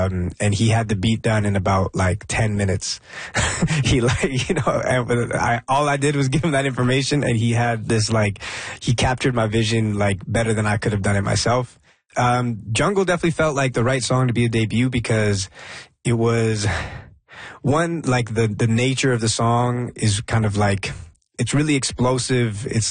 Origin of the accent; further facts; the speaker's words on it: Canada; born there; I'm Indian by heritage, Gujarati, born in Canada, and my family spent three generations in East Africa in between India and Canada.